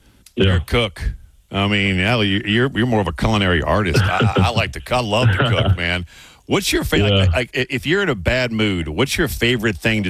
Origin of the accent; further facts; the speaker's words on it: Louisiana, United States; I mean, you want red beans, you want gumbo, I'm from Louisiana.